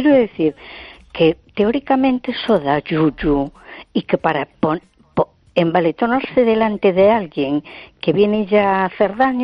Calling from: A Coruña, Galicia, Spain; de Coruña.

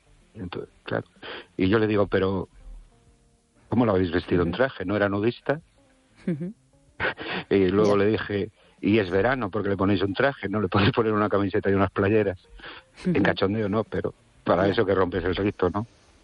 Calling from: Ourense, Galicia, Spain; de Orense.

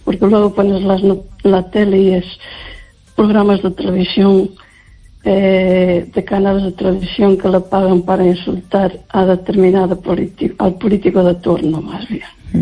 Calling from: Lugo, Galicia, Spain; Buenas noches

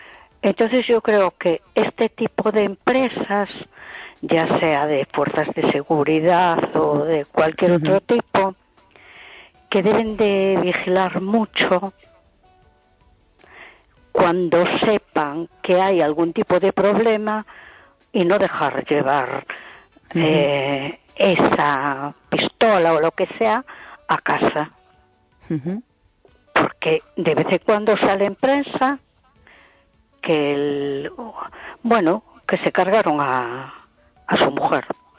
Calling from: A Coruña, Galicia, Spain; de Coruña.

